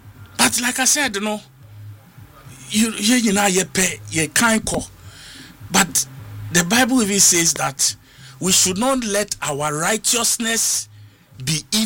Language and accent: English; Adenta, Greater Accra, Ghana; I was from Adenta, and of course, supervising elections, you know, when he won.